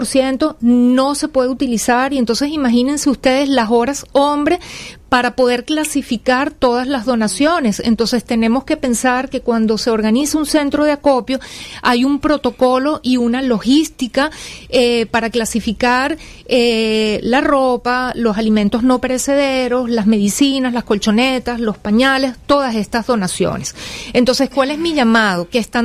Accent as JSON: {"language": "Spanish", "country": "Venezuela", "moved": "as an adult", "lives_now": "Mexico"}